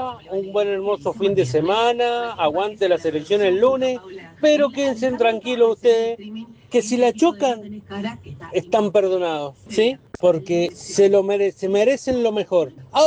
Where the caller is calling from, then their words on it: Las Heras, Mendoza, Argentina; Viví enfrente de la escuela. … de las Heras.